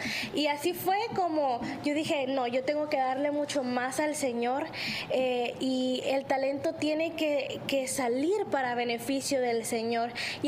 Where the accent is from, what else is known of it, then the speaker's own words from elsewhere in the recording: Puerto Barrios, Izabal, Guatemala; yo soy originaria de Puerto Barrios Izabal, que es uno de los puertos más importantes de Guatemala de comercio. Desde aquí es playita, calorcito, mar. Entonces de acá soy.